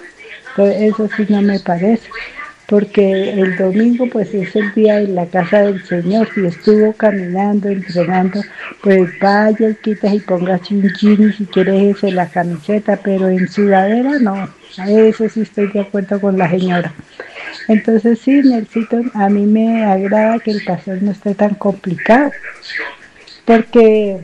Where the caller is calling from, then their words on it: Sogamoso, Boyacá, Colombia; yo soy de aquí de Sogamoso